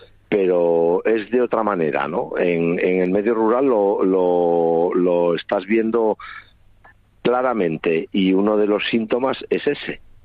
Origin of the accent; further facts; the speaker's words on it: Mieres, Asturias, Spain; born there; Yo soy de San Román, bueno, no soy de San Román exactamente, pero soy hijo de padre y madre de Candamo, y nacido en Mieres por circunstancias laborales de mis padres, pero siempre vinculado a San Román toda mi vida.